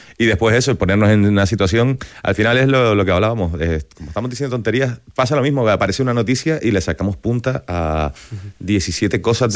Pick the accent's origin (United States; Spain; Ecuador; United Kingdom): Spain; Canary Islands; siendo canario un pueblo que ha emigrado y que ha recibido mucha inmigración y del que me siento orgulloso